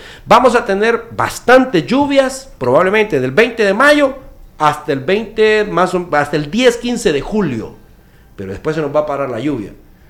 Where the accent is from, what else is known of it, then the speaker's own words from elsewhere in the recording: Honduras; Nosotros nos tenemos que empapar como sociedad hondureña